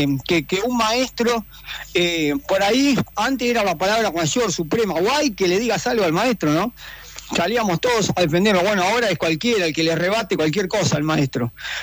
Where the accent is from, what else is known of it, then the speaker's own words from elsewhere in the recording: Argentina; fundamentalmente nuestra identidad como argentinos